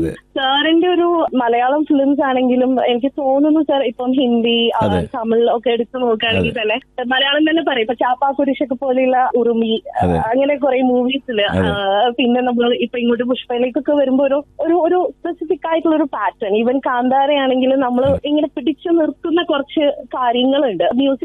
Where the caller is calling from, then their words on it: Kozhikode, Kerala, India; ഞാൻ കോഴിക്കോട് നിന്നാണ് സംസാരിക്കുന്നത്.